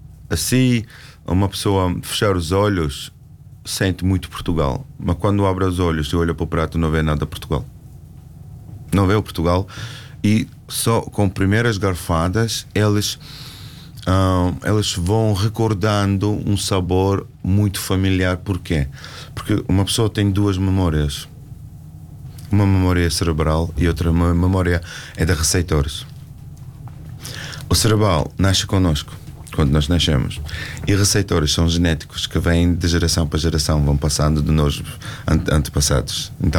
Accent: Georgia; moved away; eu saí da Geórgia quando não tinha água na torneira, não tinha gás, não tinha eletricidade

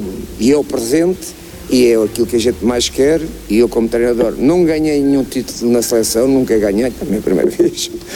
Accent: Portugal; Sou português, amo o meu país.

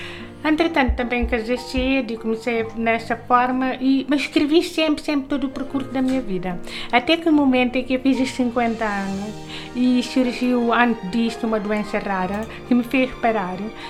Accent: Faro, Algarve, Portugal; sou de Faro, mãe, 2 filhas e avó também.

